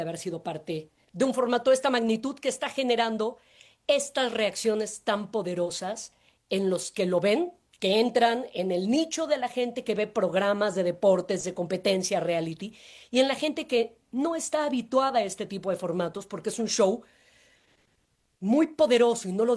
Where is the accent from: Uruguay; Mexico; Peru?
Mexico; Somos mexicanos.